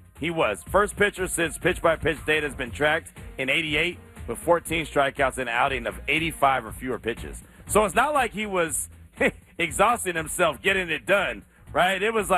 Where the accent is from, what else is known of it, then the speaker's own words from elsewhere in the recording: the Bay Area, California, United States; growing up in the Bay